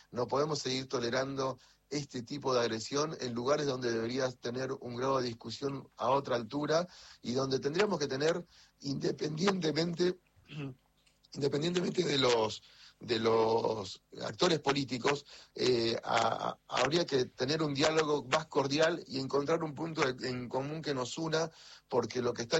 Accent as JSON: {"language": "Spanish", "country": "Argentina", "said": "gracias a Dios hay un aire de cambio en la Argentina y este modelo político que esta gente representa cada vez tiene menos representación y al menos te lo dice alguien que viene de la provincia de Santa"}